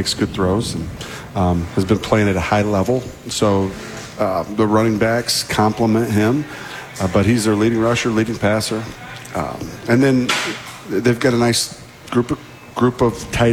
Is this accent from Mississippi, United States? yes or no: no; Indiana, United States; moved away; I grew up in Indiana.